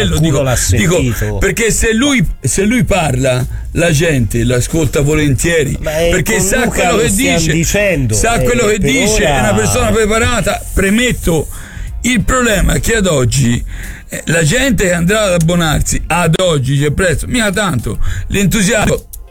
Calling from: Florence, Tuscany, Italy; da fiorentino quale sono e fortunatamente resterò

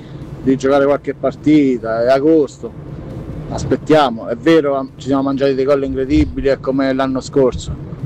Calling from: Rieti, Lazio, Italy

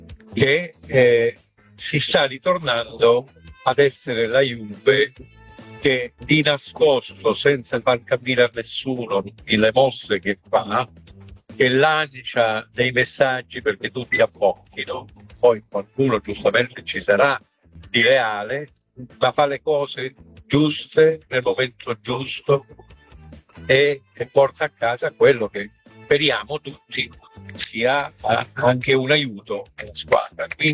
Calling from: Reggio Calabria, Calabria, Italy; Ciao direttore … da Reggio Calabria.

